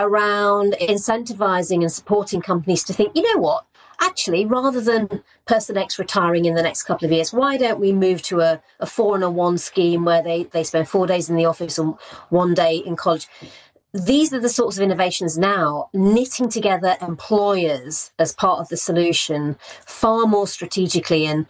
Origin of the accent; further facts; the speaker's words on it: Rotherham, Yorkshire and the Humber, United Kingdom; I've always said I never met a lawyer growing up in Rotherham.